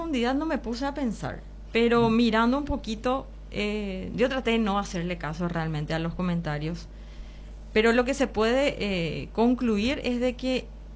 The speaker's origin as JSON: {"language": "Spanish", "town": "Coronel Oviedo", "region": "Caaguazú", "country": "Paraguay", "said": "somos de Coronel Oviedo, la ciudad es chica"}